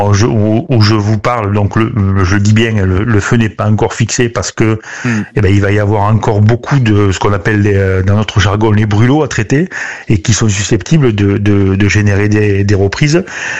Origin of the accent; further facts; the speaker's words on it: Occitanie, France; Moi, par exemple, de mon département, moi je suis de l'Hérault, on a fourni une colonne de renforts.